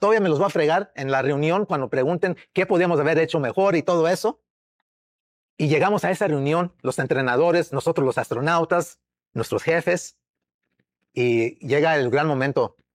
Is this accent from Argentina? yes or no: no; Mexico; now in United States; Pero más mexicano no puedo ser. Yo siempre les digo a la gente, si no creen que soy mexicano, miren el bigote y el nopal que tengo en la frente. Más, por favor, más mexicano no puedo ser. Puro purépeche es lo que somos nosotros.